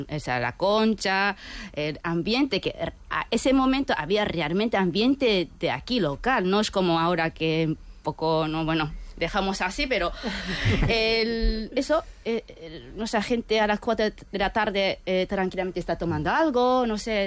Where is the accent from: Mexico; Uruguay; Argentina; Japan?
Japan; Spanish is a second language; moved away as an adult; now in San Sebastián, Spain